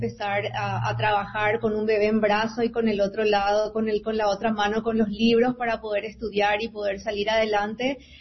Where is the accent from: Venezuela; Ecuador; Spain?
Venezuela; moved away as an adult; now in United States; la situación política en mi país, Venezuela, me hizo migrar y llegar a Estados Unidos con 3 niños menores de edad